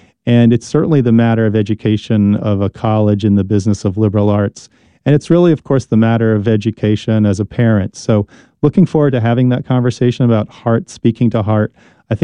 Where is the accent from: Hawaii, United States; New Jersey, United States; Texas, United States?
New Jersey, United States; Thanks for coming to New Jersey, my home state